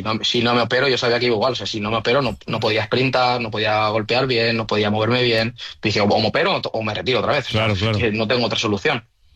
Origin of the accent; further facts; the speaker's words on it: Valencia, Valencian Community, Spain; Que mucha gente te piensa que soy de Cullera, pero soy de Valencia.